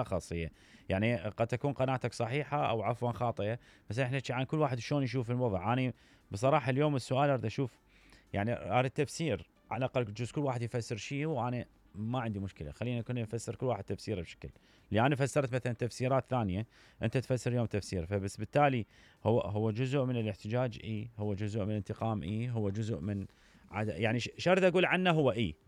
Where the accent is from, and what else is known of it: Iraq; moved away